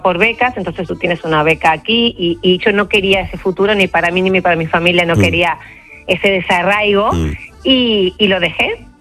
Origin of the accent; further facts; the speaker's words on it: Argentina; now in Seville, Spain; Sí, soy argentina, pero desde Sevilla.